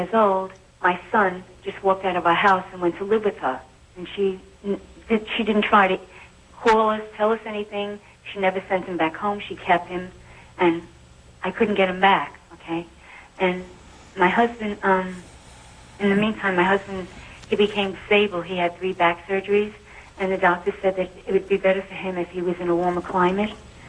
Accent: Florida, United States

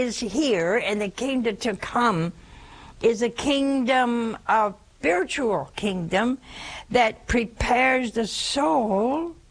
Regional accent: Ohio, United States; now in Hansville, United States; We came from Ohio. We've been here almost 40 years. And I see I have people here I love, but I didn't know them in Ohio. There are the people in Ohio I love. And now we're in Hansville

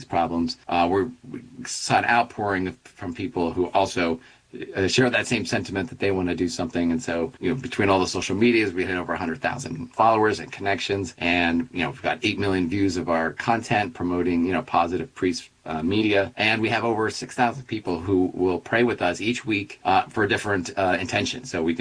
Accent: Philadelphia, Pennsylvania, United States; I'm from Philadelphia, You have parishes that are closing and merging.

